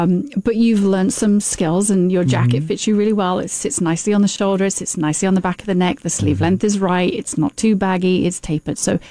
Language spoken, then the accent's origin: English; United Kingdom; I'm British.